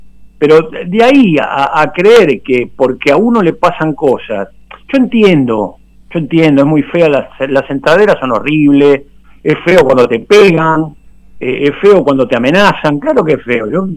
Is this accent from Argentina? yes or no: yes; General Rodríguez, Buenos Aires Province, Argentina; nos afecta a nosotros como rodriguense, como bonaerense y como argentino